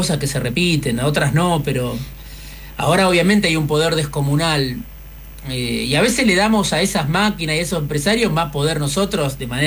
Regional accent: Argentina; nosotros también somos Argentina

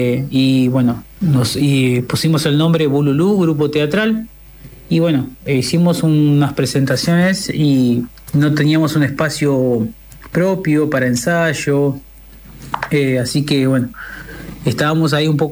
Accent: Santa Elena, Entre Ríos, Argentina; de Santa Elena, Entre Ríos.

